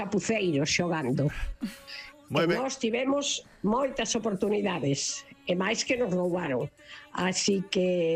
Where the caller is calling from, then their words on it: A Coruña, Galicia, Spain; da Coruña.